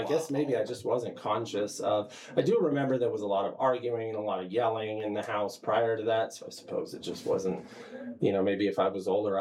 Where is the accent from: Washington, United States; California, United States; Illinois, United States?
California, United States; Sonora; I was born in January 1975 in Sonora, California, on a very cold winter night. So Sonora is in Tuolumne County. It's kind of the foothills of the Sierra Nevadas. It's not real far from like Yosemite